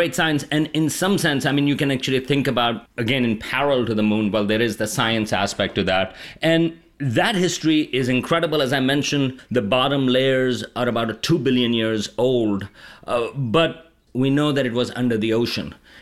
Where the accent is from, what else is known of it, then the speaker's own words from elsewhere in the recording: Karachi, Sindh, Pakistan; I mean, I grew up in Karachi in Pakistan, close to the ocean.